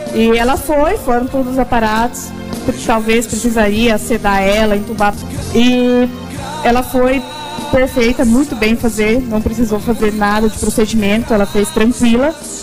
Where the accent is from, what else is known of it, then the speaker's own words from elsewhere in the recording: Cianorte, Paraná, Brazil; Eu sou de Cianorte, eu tô aqui.